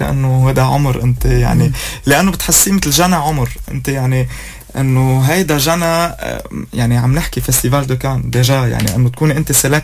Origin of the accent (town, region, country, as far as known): Lebanon